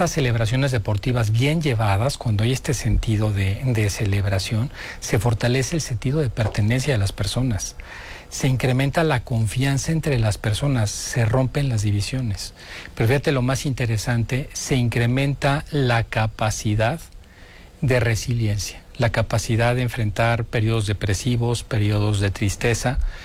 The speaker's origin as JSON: {"language": "Spanish", "country": "Mexico", "tie": "born or raised there", "said": "tengo que definir que nací en México. Tengo que definir que aquí crecí."}